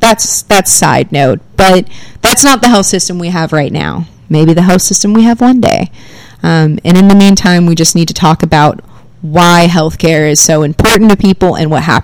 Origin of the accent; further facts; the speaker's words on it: Camden, Arkansas, United States; So, for example, the hospital in my hometown of Camden, Arkansas, just filed for bankruptcy.